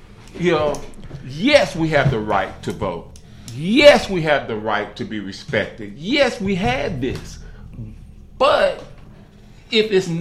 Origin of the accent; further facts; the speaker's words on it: Chicago, Illinois, United States; growing up in Chicago